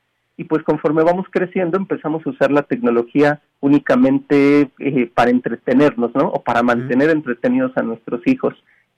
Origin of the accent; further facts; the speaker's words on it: Mexico; nosotros como mexicanos